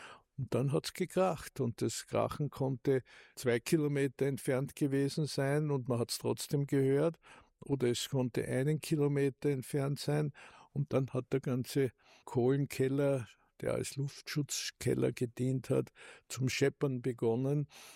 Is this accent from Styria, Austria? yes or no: yes; Graz, Styria, Austria; born there; moved away; also born or lived in Vienna; Ich bin in Graz geboren und wir haben in Graz gewohnt, zeitlang zusammen mit der Schwester meiner Mutter in der Graz-Technikerstraße Nummer 13.